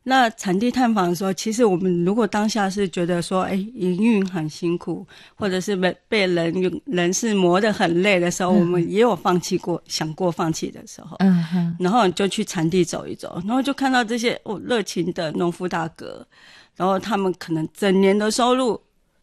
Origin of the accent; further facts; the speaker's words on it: Sihu, Yunlin County, Taiwan; moved away; 我是云林人。